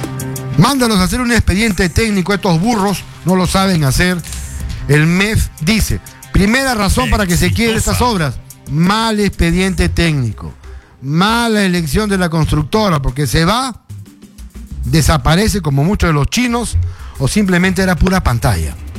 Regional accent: Peru; Porque así somos los peruanos

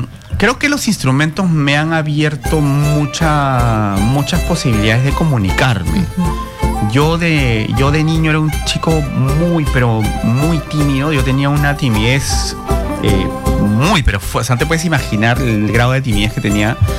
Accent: Arequipa, Peru; somos de Arequipa.

